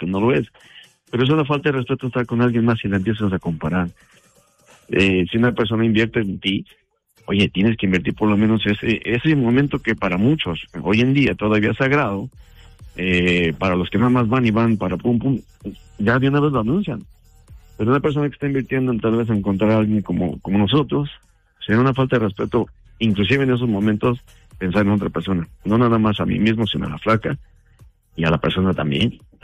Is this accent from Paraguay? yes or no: no; Mexico; ella pensaba que yo soy de Brasil o de algún lado por allá, nunca pensé que fuera mexicano.